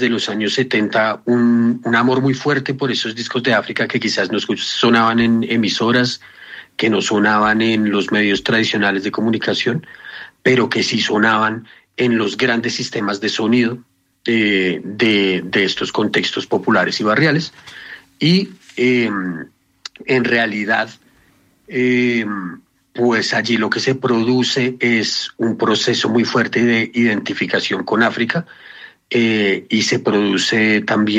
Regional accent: Bogotá, Colombia; yo soy Rolo, de acá de Bogotá.

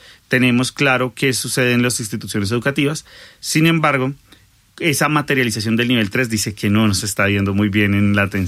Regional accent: Colombia; Nosotros como colombianos normalizamos muchos hechos de violencia

